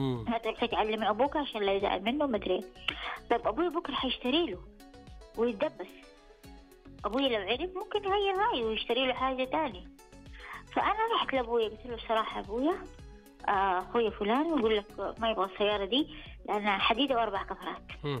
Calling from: Mecca, Makkah Province, Saudi Arabia

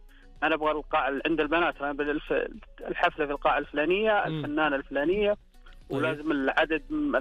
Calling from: Medina, Medina Province, Saudi Arabia; من المدينة المنورة

